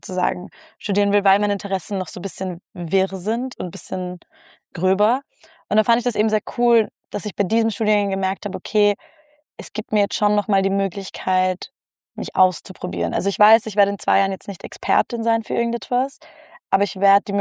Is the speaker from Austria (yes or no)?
yes; Vienna, Austria; moved away as an adult; now in Berlin, Germany; ich komme aus Wien